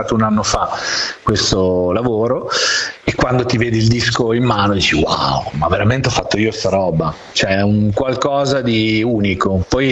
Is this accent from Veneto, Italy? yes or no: no; Bologna, Emilia-Romagna, Italy; È un amico con cui sono cresciuto a Bologna